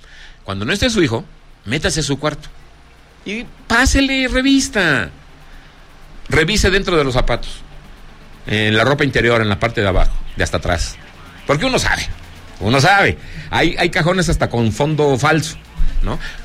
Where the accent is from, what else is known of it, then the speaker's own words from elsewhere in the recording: Zacatecas, Mexico; Me ayudó a repartir mi revista de mi tierra Zacatecas en Villanueva, el número cero.